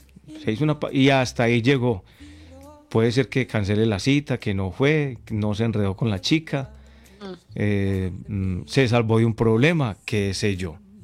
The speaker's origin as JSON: {"language": "Spanish", "town": "Medellín", "region": "Antioquia", "country": "Colombia", "lives_now": "Paris, France", "said": "yo tengo 35 años, vivo en París, Francia, bonjour, soy de Medellín"}